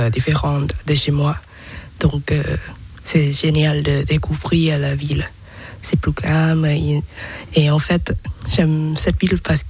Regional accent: Thailand; French is a second language; moved away as an adult; now in Besançon, France; nous sommes des étudiants en deuxième année à l'université en Thaïlande et nous apprenons le français comme majeur

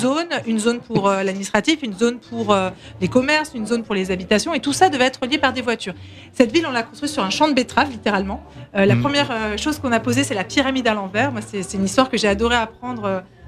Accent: Saint-Ouen-l'Aumône, Île-de-France, France; j'ai grandi dans l'agglo. Moi j'ai grandi à Saint-Holomone, mais j'étais au collège aux Touleuses, pour ceux qui connaissent, j'étais au lycée à Galilée.

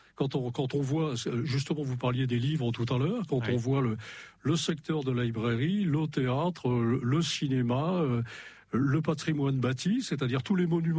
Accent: Brittany, France

